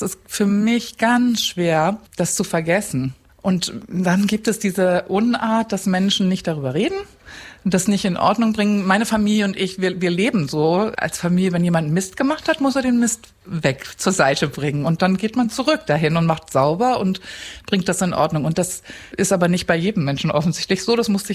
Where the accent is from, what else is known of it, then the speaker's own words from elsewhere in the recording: Cuxhaven, Lower Saxony, Germany; also born or lived in Hamburg; Ich bin eine Hamburgerin und genau, und dann in Cuxhaven groß geworden und habe mein Leben lang nur in Westdeutschland gelebt.